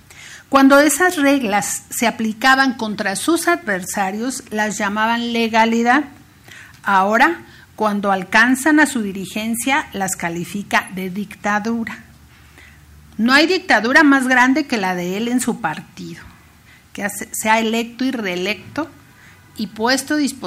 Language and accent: Spanish; Coyoacán, Mexico City, Mexico; en Coyoacán, allá en mi tierra natal, políticamente hablando.